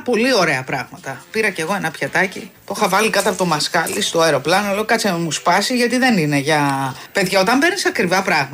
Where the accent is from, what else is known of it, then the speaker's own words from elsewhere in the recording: Greece; Ή εμείς ως Έλληνες τη βλέπουμε δικιά μας και τη θεωρούμε ωραία.